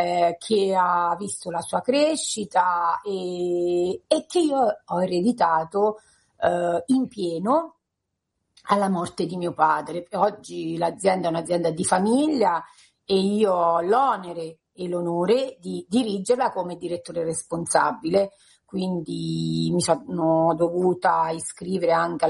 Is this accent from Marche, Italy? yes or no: yes; Marche, Italy; Radio M Martignano, che è proprio il paese, il mio paese, e il paese di provenienza e dove oggi ho la sede la radio.